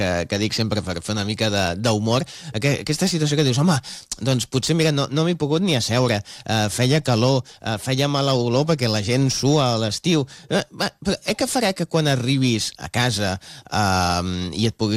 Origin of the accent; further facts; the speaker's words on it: Barcelona, Catalonia, Spain; Jo que sóc de Sants veig passar molts trens